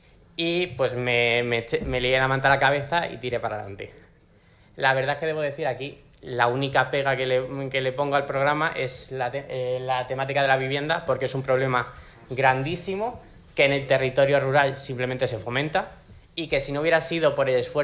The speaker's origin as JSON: {"language": "Spanish", "town": "Palencia", "region": "Castile and León", "country": "Spain", "tie": "born there", "said": "Yo nací en León capital, pero viví durante mis primeros años en un pueblito que en verano éramos 65 habitantes, así dándole fuerte. Y después me mudé a Palencia, que también es, tampoco es la capital de provincia más extensa de aquí de España."}